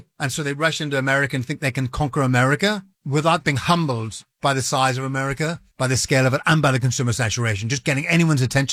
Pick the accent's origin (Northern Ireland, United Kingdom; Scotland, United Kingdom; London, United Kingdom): Northern Ireland, United Kingdom; Belfast; I'm from a place called Belfast in Northern Ireland.